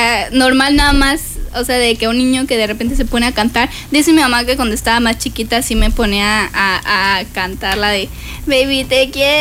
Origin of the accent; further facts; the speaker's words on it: Chiapas, Mexico; yo soy orgullosamente de Chiapas.